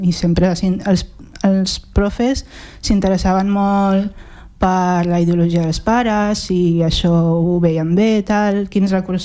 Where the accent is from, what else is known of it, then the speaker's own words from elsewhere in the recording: Catalonia, Spain; sóc d'aquí també, o sigui, sóc catalana com tu